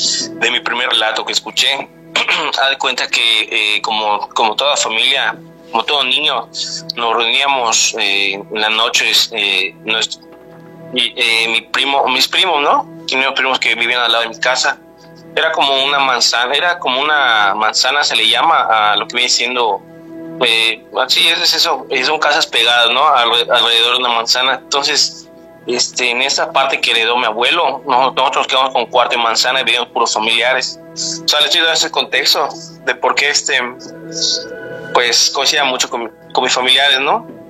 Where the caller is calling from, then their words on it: Mérida, Yucatán, Mexico; de Mérida, Yucatán.